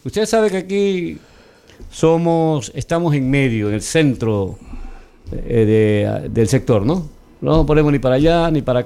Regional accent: Manabí, Ecuador; yo como manabita, como ecuatoriano

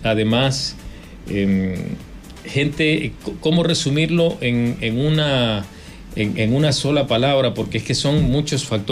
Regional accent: Manabí, Ecuador; born there; nacimos en Manabí, somos manabitas

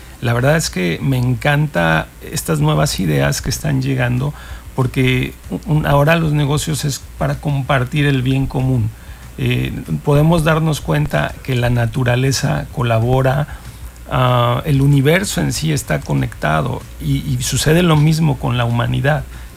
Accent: Mexico City, Mexico; moved away as an adult; now in Cancún, Mexico; me siento cancunense, ¿no? Siento que yo vengo de la Ciudad de México, nací en la Ciudad de México, viví y estudié allá, y realmente decidí venir a Cancún por buscando las oportunidades que no encontraba en Ciudad de México.

